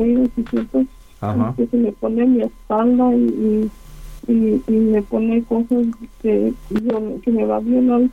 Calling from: Tijuana, Baja California, Mexico; de Tijuana.

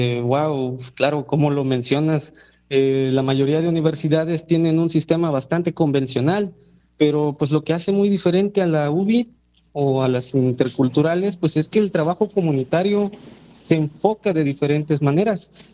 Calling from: Espinal, Veracruz, Mexico; Me encuentro desde Espinal.

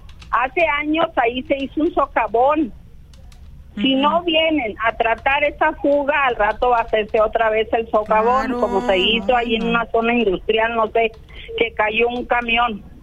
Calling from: Torreón, Coahuila, Mexico

